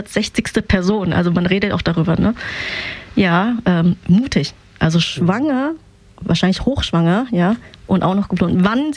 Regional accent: Vietnam; German is a second language; now in Germany; Ja, wo die ganzen vietnamesischen Flüchtlinge gelebt haben. Und da sieht man, wie viele von uns da waren.

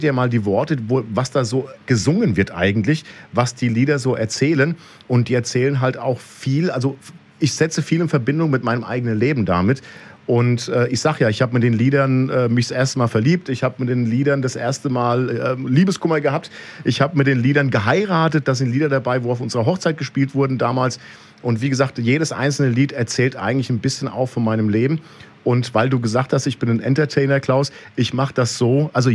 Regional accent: Raunheim, Hesse, Germany; also born or lived in Flörsheim; geboren bin ich in Flörsheim, aufgewachsen in Raunheim, bin auch dort jetzt geblieben mit meiner Familie.

